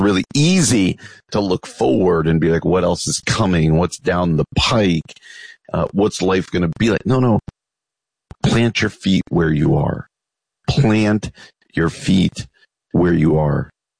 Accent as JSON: {"language": "English", "region": "New Jersey", "country": "United States", "tie": "born or raised there", "moved": "as an adult", "lives_now": "Midwest, United States", "said": "my home state of New Jersey. I grew up in New Jersey. I've been a Midwesterner for a long time. I basically moved out here in 1995 to go to Wheaton College and have been out here more or less ever since."}